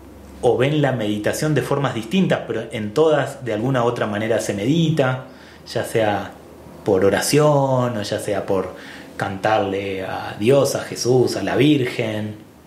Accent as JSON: {"language": "Spanish", "country": "Argentina", "moved": "yes", "lives_now": "Ecuador", "said": "El bolón es ecuatoriano y a mí me encanta y soy argentino."}